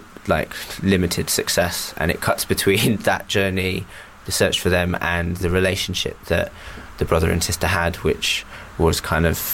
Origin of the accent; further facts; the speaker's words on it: England, United Kingdom; born there; also born or lived in Japan; I grew up in Japan till I was eight, and then mm-hmm. we moved to England.